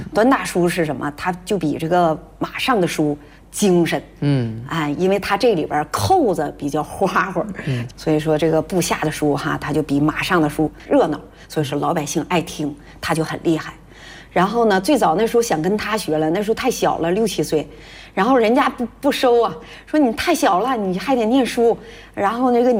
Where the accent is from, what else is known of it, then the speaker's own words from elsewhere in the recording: Wuchang, Heilongjiang, China; 我老家在黑龙江省五常市，兴盛乡辛家丛沟余家屯儿，